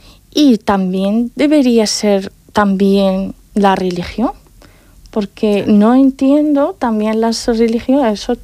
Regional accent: Morocco; moved away; muchas veces no creían que soy marroquí

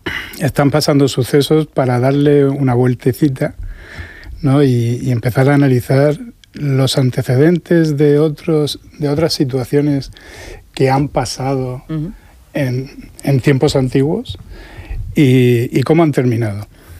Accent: Murcia, Region of Murcia, Spain; yo soy de aquí de Murcia.

